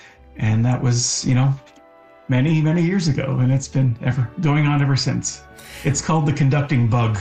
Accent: Cape Breton, Nova Scotia, Canada; I was growing up in Nova Scotia in Cape Breton

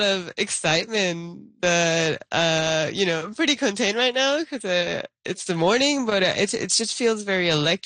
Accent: Panama; now in Toronto, Canada; You know, what are the odds that the city where I live, like you said, is now my home, gets to host my home country? It just doesn't happen. And like, there's not that many of us in general. Panama is a very small country

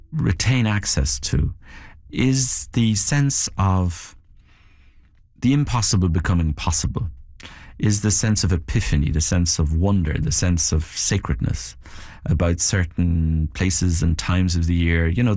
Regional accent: Ireland; I grew up in Ireland where there are many sacred places.

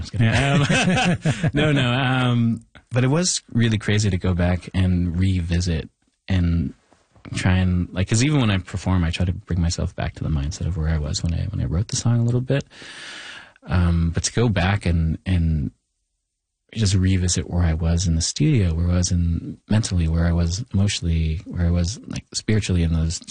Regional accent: Thunder Bay, Ontario, Canada; And I bring that back even to growing up in Thunder Bay, where, like, you know, it There is, like, you know, a lot of tensions between the Indigenous and non-Indigenous communities up there.

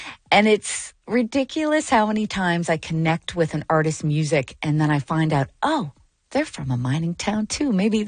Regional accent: Newfoundland and Labrador, Canada; And look, I'm from Newfoundland and Labrador, so I am a living example of where you are from informs who you are, regardless of where you are living in the world.

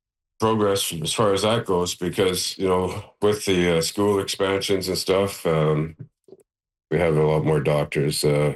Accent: Thessalon, Ontario, Canada; right here in my hometown of Theslin, that part of the North Shore Health Network

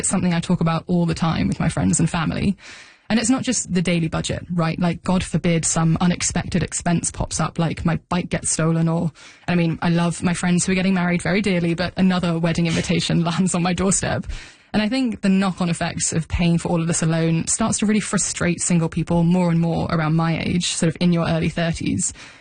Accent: United Kingdom; moved away as an adult; now in Vancouver, Canada; I'm not from Canada. I moved to Vancouver from the UK a couple of years ago. And don't get me wrong, London was expensive, but it's expensive here too.

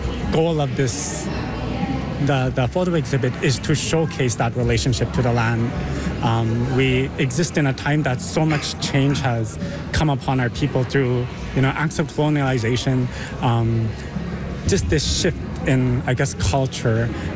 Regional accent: Fort McPherson, Northwest Territories, Canada; I'm from Tetley J. Fort McPherson.

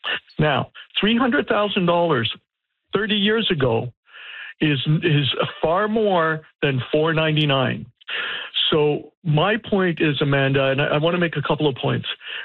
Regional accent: Toronto, Ontario, Canada; moved away as an adult; now in Newmarket, Canada; we were living in downtown Toronto, and I'm born and raised in downtown Toronto.

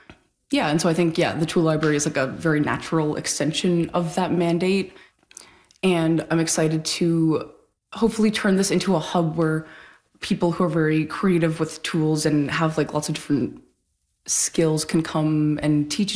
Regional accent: Toronto, Ontario, Canada; moved away as an adult; I grew up in Toronto and that was like a big, when I moved here for the first time 5 years ago, that was like a big culture shock for me

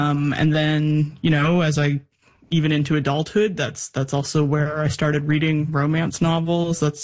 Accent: Bedford, Nova Scotia, Canada; when I was a kid, I grew up in Bedford, Nova Scotia, and I was at that Bedford library all the time

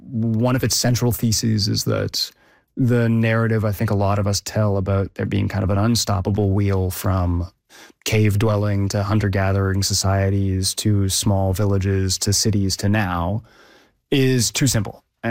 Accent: Canada; One of the things I really liked about it as a Canadian was it spends a lot of time talking about indigenous cultures here

